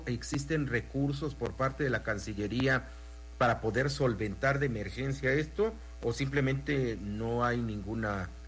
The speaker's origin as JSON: {"language": "Spanish", "country": "Mexico"}